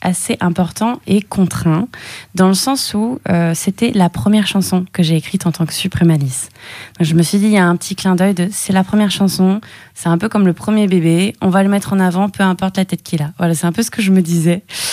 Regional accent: Brittany, France; moi, en tant que petite bretonne qui part à New York City

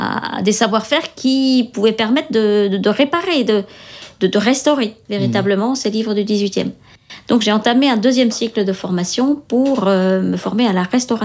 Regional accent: Saint-Sauveur, Brittany, France; also born or lived in Brest; Je suis originaire de Saint-Sauveur, là où je suis installée maintenant. J'ai habité 10 ans à Brest, effectivement, puisque j'ai travaillé pendant 10 ans à Brest. Et après, je suis revenue m'installer dans des bâtiments de ferme qui appartenaient à mes parents.

